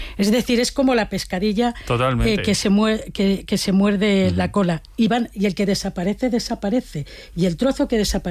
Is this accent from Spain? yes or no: yes; Valencian Community, Spain